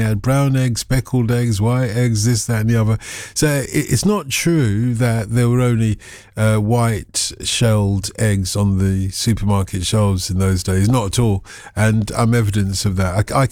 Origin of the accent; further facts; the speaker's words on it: London, United Kingdom; I grew up in Tottenham